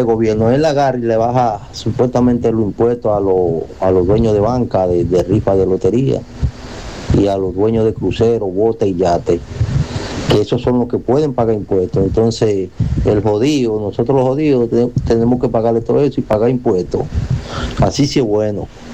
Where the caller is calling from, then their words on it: San Pedro de Macorís, Dominican Republic; de San Pedro